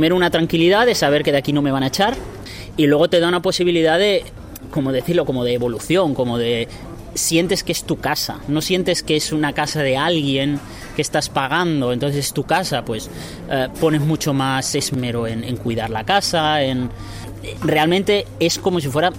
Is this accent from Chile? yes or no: no; Puertollano, Castilla-La Mancha, Spain; moved away as an adult; now in Vienna, Austria; Pues soy de Puerto Llano, de Ciudad Real, y vine, pues, la verdad es que un poco a la aventura. Yo vine para 6 meses, que quería hacer una especie como de 6 meses sabáticos de ver Europa y ver otro sitio. Vine para 6 meses y al final, pues, 20 años llevo aquí.